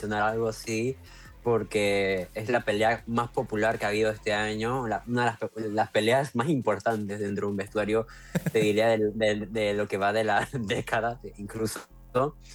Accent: Panama

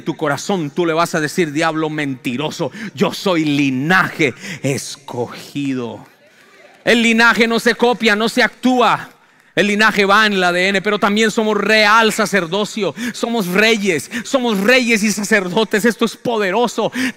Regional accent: Colombia; moved away; fui a mi tierra de Colombia. Mi tierra yo no es Bogotá. Aunque todo el mundo dice, nació en Bogotá, Bogotá es la ciudad. Pero yo vengo del campo, de allá de las vacas.

